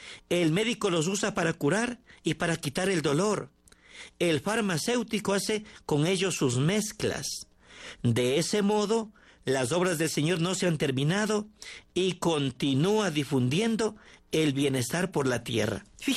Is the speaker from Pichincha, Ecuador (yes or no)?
no; Milagro, Guayas, Ecuador; Soy de Milagro.